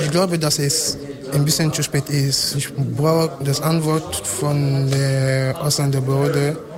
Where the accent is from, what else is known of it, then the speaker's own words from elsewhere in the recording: Cameroon; now in Germany; Ich komme aus Kamerun, bin hier in Deutschland seit fast 3 Jahren.